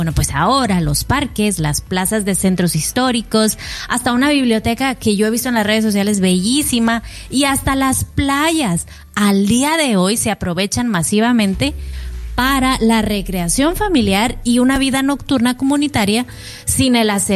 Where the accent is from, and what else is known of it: Mexico